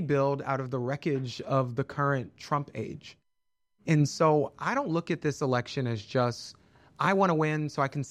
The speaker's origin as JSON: {"language": "English", "region": "Pennsylvania", "country": "United States", "tie": "born or raised there", "said": "just in my home state of Pennsylvania"}